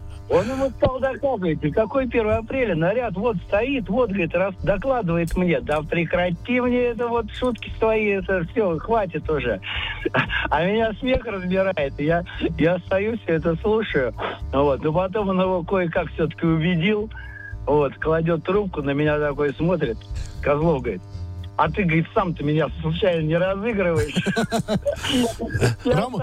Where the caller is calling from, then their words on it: Moscow, Russia; Я звоню из Москвы.